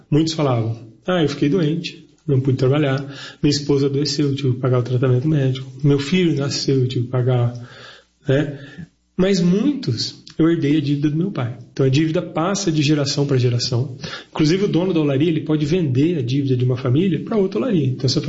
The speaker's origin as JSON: {"language": "Portuguese", "country": "Brazil"}